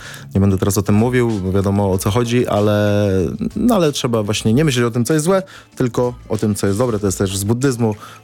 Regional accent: Pomeranian Voivodeship, Poland; born there; Ja też jestem urodzony na Kaszubach. Jakby wiele wakacji spędzałem tam na wiosce w Kaszubach

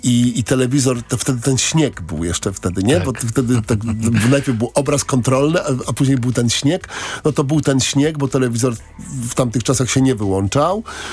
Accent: Prudnik, Opole Voivodeship, Poland; Ja pochodzę z Prudnika, to jest takie 50 km od Opola.

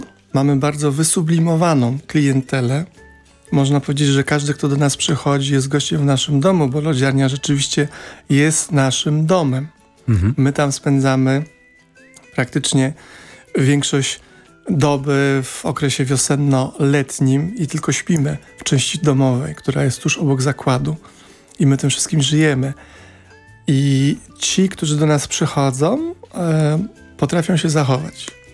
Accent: Białobrzegi, Masovian Voivodeship, Poland; jesteśmy z Białobrzegów nad Pilicą.

